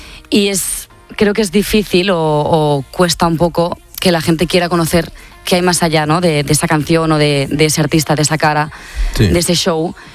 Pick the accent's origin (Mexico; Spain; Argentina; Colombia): Spain; Tiana, Catalonia; Yo soy de Barcelona, bueno, de Tiana, en realidad, de un pueblo de alrededores, del Maresme.